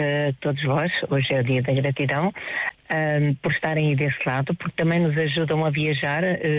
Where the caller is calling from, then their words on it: Leiria, Centro, Portugal; sou de Leiria